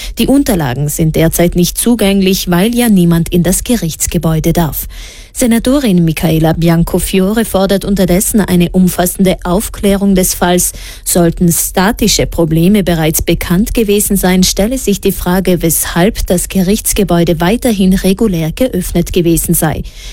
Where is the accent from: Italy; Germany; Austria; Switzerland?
Italy; Trentino-Alto Adige; Bei uns in Südtirol ist es so, dass Väter nur untertags bei den Babys bleiben dürfen.